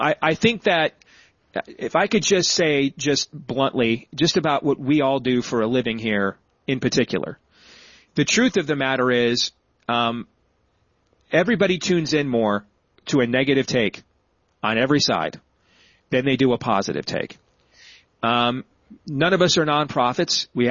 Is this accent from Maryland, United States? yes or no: no; Iowa, United States; I think in my home state, Randy Feenstra was kind of the dying gasp of that.